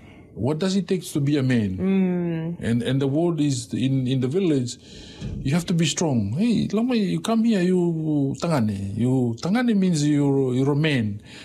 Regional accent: New Zealand; a lot of growing up in New Zealand, things are so easy.

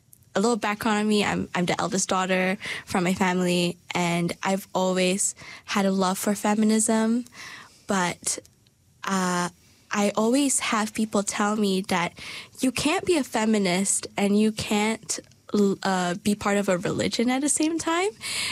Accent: Malaysia; now in Dunedin, New Zealand; I'm 18 years old, and I come from Malaysia, and I go to Otago Girls High School.

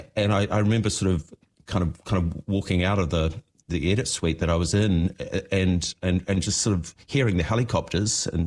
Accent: Dunedin, Otago, New Zealand; Yeah, well, I'm from Dunedin, so I was, very aware of exactly the beauty that you're talking about, Jeff.

